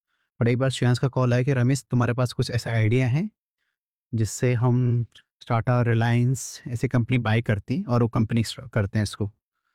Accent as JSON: {"language": "Hindi", "region": "Uttarakhand", "country": "India", "moved": "yes", "lives_now": "Mumbai, India", "said": "मैं उत्तराखंड का रहने वाला हूँ। 2007 में मुंबई आया था हीरो बनने के लिए, एक्टर बनने के लिए।"}